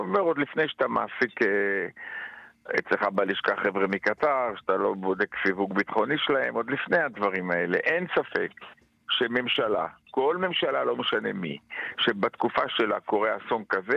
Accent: Northern Israel, Israel

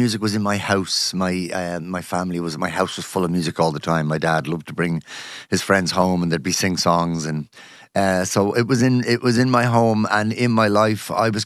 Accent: Ireland; I think of myself as an Irish person, an Irish musician.

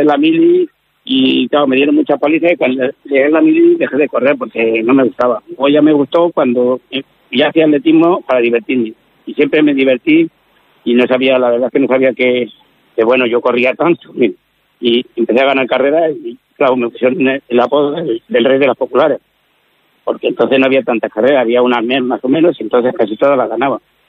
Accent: Navarrevisca, Castile and León, Spain; moved away; Navarrevisca es mi pueblo. Voy a muchos sitios por ahí, he viajado mucho, pero la tierra se tira y lo que más me gusta siempre que me preguntan es Navarrevisca.

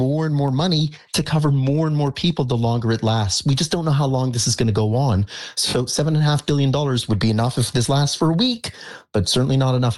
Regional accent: Canada; I'm a Canadian

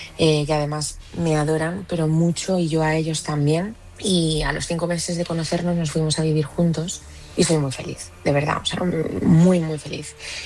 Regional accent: Madrid, Community of Madrid, Spain; soy de aquí de Madrid.

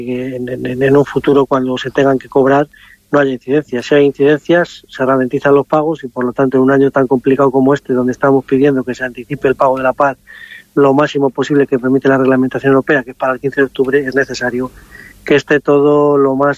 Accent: Sinlabajos, Castile and León, Spain; y aquí estamos en mi pueblo, Sin Lavajos.

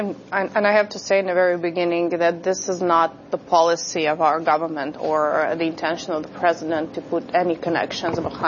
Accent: Ukraine; I'm from Ukraine. Of course, yes.

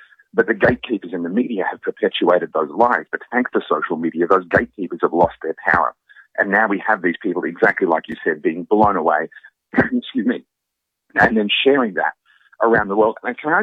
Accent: Australia; No, as an Australian, I am coming over here as that foreigner, and I'm going to tell you what's wrong with your country

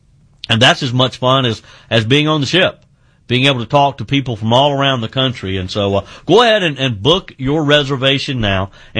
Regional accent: South Carolina, United States; let's start in my home state of South Carolina.

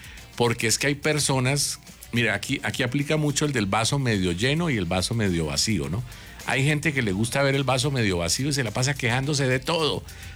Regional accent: Colombia; orgulloso de ser colombiano

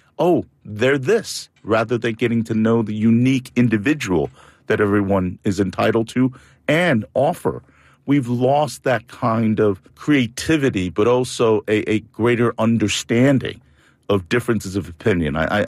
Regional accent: United States; as an Asian American

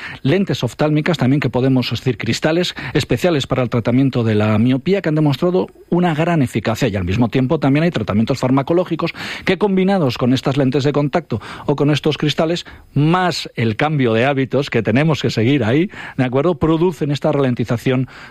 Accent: Ponferrada, Castile and León, Spain; vengo del Bierzo, Ponferrada, 63.000 habitantes, el Bierzo 114.000

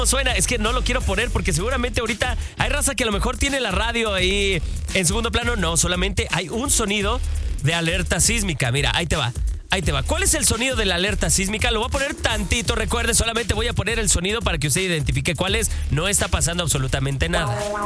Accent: Mexico; nosotros como mexicanos

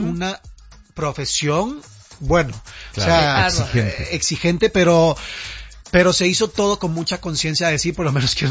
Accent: Costa Rica; moved away; Yo soy de Costa Rica, tuve que dejar mi país para venir a estudiar y para venir a dedicarme a lo que me gusta acá.

